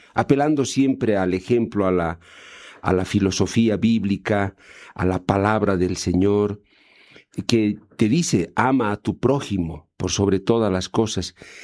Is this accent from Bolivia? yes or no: yes; Bolivia